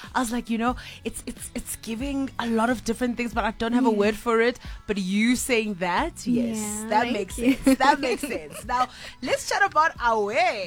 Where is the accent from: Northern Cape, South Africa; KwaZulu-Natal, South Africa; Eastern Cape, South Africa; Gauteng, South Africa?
Northern Cape, South Africa; Kimberley; I'm a Kimberley girl.